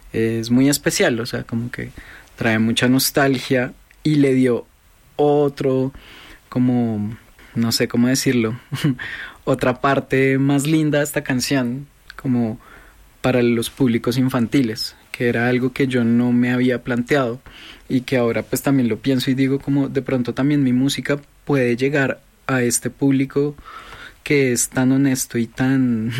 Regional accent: Bogotá, Bogotá Capital District, Colombia; born there; uno de mis pasatiempos favoritos de chiquito era elevar cometa en la Virgilio Barco.

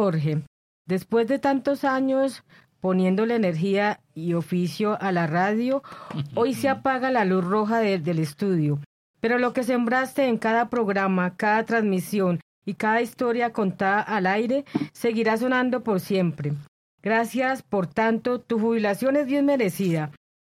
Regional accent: Bogotá, Colombia; como somos de Bogotá

